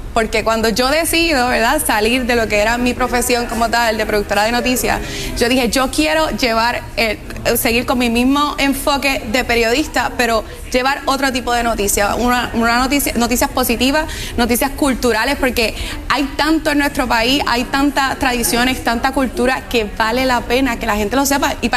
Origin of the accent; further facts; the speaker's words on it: Puerto Rico; cuando me reconocen así en mi pueblo, allá